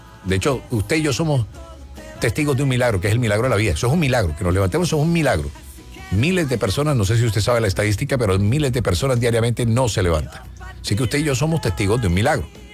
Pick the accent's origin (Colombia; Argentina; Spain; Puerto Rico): Colombia; El deporte se ha solidarizado de manera importante, demostrando que esos somos los colombianos.